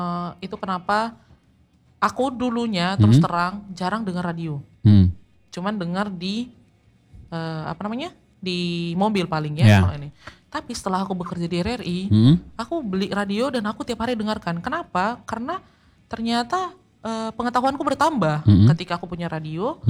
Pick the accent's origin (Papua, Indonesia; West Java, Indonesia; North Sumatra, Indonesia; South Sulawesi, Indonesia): North Sumatra, Indonesia; aku orang Sumatera Utara